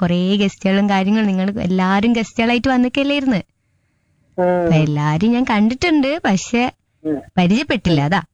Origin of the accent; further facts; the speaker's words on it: Thrissur, Kerala, India; ഞാൻ തൃശ്ശൂരിന്നാ.